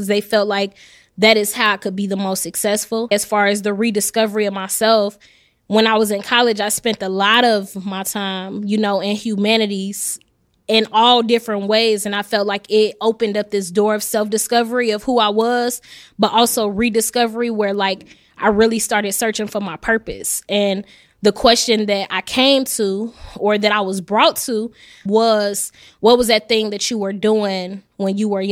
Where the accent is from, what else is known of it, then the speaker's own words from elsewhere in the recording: Chicago, Illinois, United States; moved away as an adult; now in outside Chicago, United States; I'm actually from Englewood, 67th and Peoria. After I left undergrad and I came back home, I moved to Chatham.